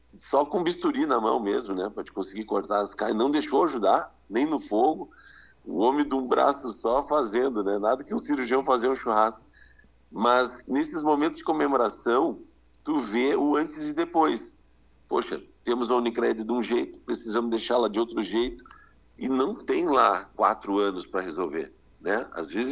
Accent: Rio Grande do Sul, Brazil; Eu sou de Itapuã.

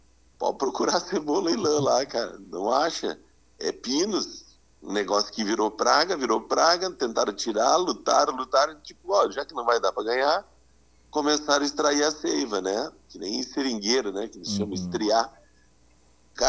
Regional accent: Rio Grande do Sul, Brazil; Eu sou de Itapuã.

